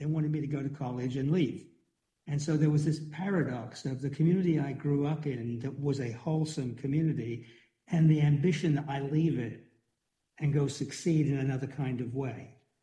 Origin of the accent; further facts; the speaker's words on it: London, United Kingdom; I grew up in the East End of London, before it was a posh neighborhood, pretty run down. And my parents had a candy store, a sweet shop